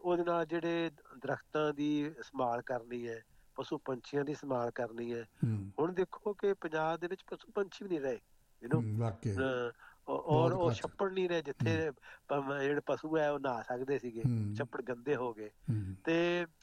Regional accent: Punjab, India; ਮੈਂ ਵੀ ਗੌਰਮੈਂਟ ਸਕੂਲਾਂ 'ਚ ਪੜ੍ਹਿਆ ਅਤੇ ਮੈਂ ਦੇਖੋ ਜੀ ਸਾਡੇ ਪਿੰਡ ਦੇ ਨੇੜੇ ਸੀ ਤਖੜਾ ਪਿੰਡ, ਉੱਥੇ ਮੈਂ 8ਵੀਂ 'ਚ ਪੜ੍ਹਦਾ ਸੀ ਅਤੇ ਮੈਂ ਸਾਰੇ ਜ਼ਿਲ੍ਹੇ 'ਚ ਸੈਕਿੰਡ ਆਇਆ ਸੀ

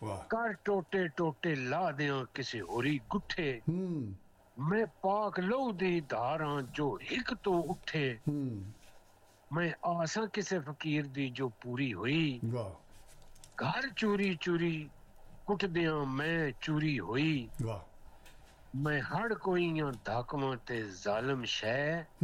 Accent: Badshahpur, Punjab, Pakistan; ਸਾਡੇ ਜਿਹੜਾ ਬਾਦਸ਼ਾਹਪੁਰ ਮੇਰਾ ਪਿੰਡ ਹੈ

